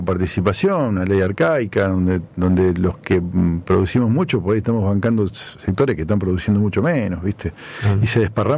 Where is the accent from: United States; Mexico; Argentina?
Argentina